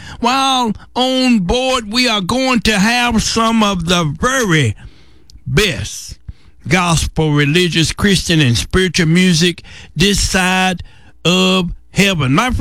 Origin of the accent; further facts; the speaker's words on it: Gilliam, West Virginia, United States; now in Upland, United States; I was born on July the 4th, 1957, and all during my childhood and my youth years, I could hear the train horn and the train whistle coming through Algoma, Rolfe, Gillum Bottom, and my hometown of Gillum, West Virginia, right here in McDowell County.